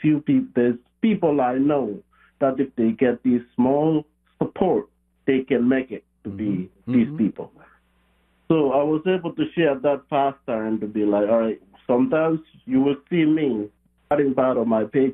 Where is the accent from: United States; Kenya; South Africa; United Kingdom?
Kenya; Rift Valley; I'm originally from Kenya.